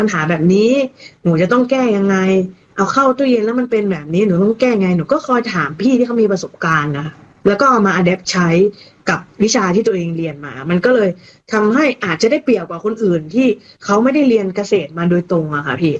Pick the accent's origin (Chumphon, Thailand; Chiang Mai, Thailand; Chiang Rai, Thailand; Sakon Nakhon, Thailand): Chiang Mai, Thailand; ดั้งเดิมอ่ะครอบครัวนันอยู่เชียงใหม่หนูเป็นคนเชียงใหม่